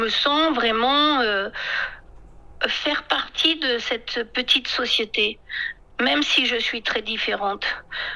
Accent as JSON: {"language": "French", "country": "France"}